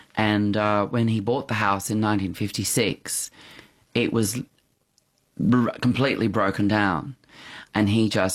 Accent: Australia; born or raised there

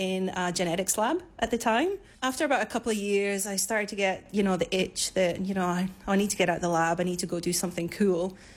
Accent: Scotland, United Kingdom; moved away as an adult; now in Queensland, Australia; So I'm Scottish. I moved to Queensland in 2010. And while I've been in Queensland, I've been kind of all around the state.

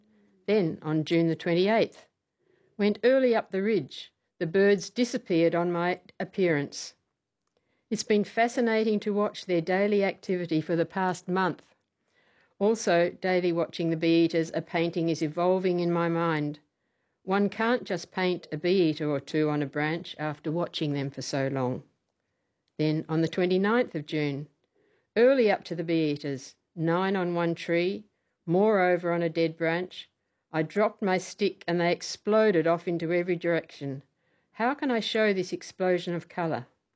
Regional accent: Kalgoorlie, Western Australia, Australia; Yes, yeah. Yes. And going into the Great Western Woodland.

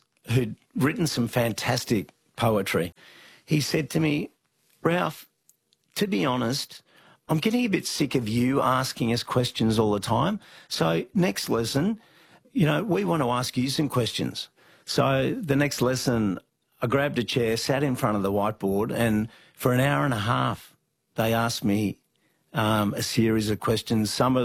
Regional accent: Sydney, New South Wales, Australia; So I grew up in Sydney, but I was a cricket tragic, along with my two brothers.

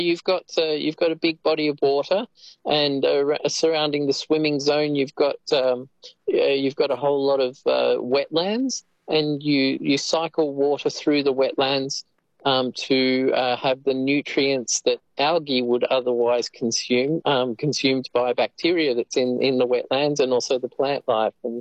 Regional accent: Penrith, New South Wales, Australia; I grew up out in Penrith during the 80s. It was very much suburbia

